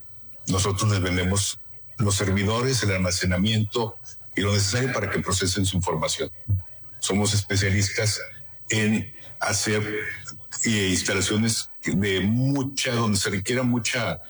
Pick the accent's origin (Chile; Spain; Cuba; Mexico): Mexico; Nuevo León; Yo que llegué de Nuevo León, lo que percibí es que tenemos una manera similar de pensar.